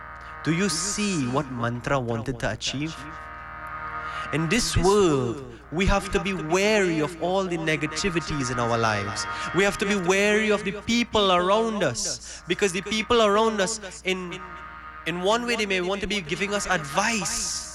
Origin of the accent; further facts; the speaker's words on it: India; But you know, as we Indian people have something called panchayat. We like to sit down.